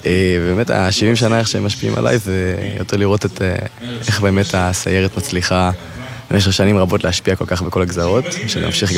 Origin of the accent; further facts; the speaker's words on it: Ramat Gan, Tel Aviv District, Israel; אני מרמת גן.